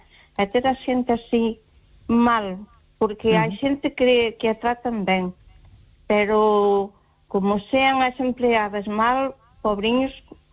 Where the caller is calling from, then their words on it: Malpica, Galicia, Spain; De Malpica.